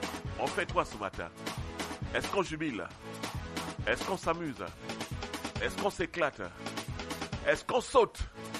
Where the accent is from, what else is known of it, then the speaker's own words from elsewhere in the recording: Cameroon; On est Camerounais. On est fiers.